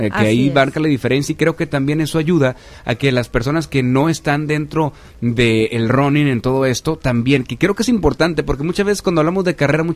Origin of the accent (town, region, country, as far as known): Mexico